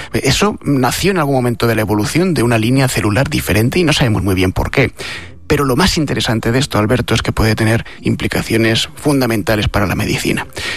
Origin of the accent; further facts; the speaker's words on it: Madrid, Community of Madrid, Spain; Yo que soy madrileño